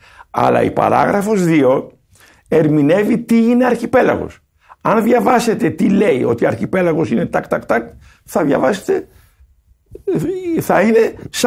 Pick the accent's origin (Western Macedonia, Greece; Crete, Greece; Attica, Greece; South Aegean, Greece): South Aegean, Greece; Iraklia; Δηλαδή στο νησί μου, στην Ηρακλιά